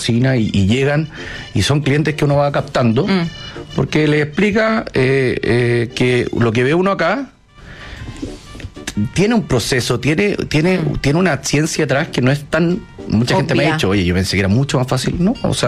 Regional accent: Chile; born there; Nací en Chile, sí.

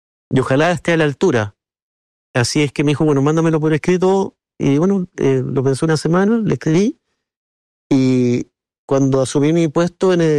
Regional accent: Chile; Después, soy miembro de la Junta, pero primero soy chileno. Así que yo creo que mi país sea lo que todo el mundo espera.

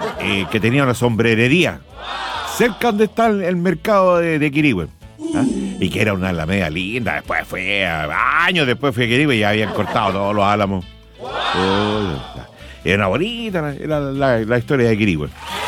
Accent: Talcahuano, Biobío, Chile; Bueno, yo también de Talcahuano, pues yo nací en Talcahuano, pues soy chorero. No choro, chorero.

